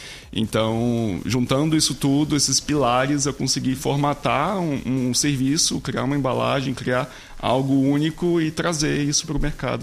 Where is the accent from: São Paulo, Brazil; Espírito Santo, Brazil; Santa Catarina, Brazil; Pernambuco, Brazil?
Espírito Santo, Brazil; also born or lived in interior of Rio de Janeiro state; now in Curitiba, Brazil; Sou do Espírito Santo, mas estudei no interior do Rio.